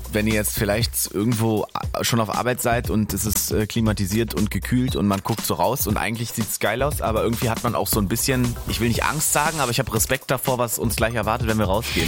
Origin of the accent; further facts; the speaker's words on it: Germany; Wir sind ja auch Deutsche.